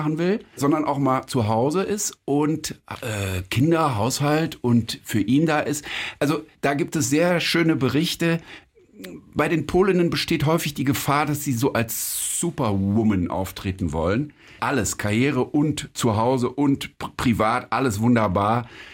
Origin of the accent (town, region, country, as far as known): Germany